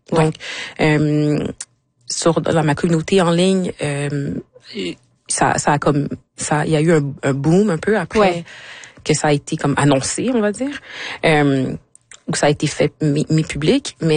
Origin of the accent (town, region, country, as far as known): Quebec, Canada; born there